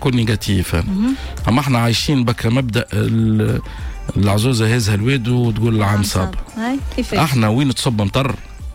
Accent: Fondouk Jedid, Nabeul Governorate, Tunisia; احنا في فندق جديد

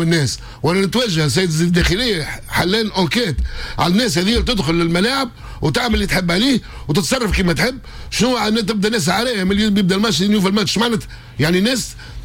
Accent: Tunisia

